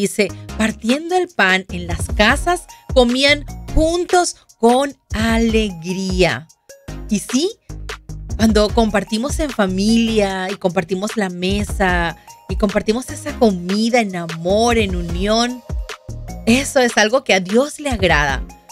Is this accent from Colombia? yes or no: no; Venezuela; now in United States; en este día de celebrar la hamburguesa aquí en Estados Unidos y en mi país, en Venezuela, la parrilla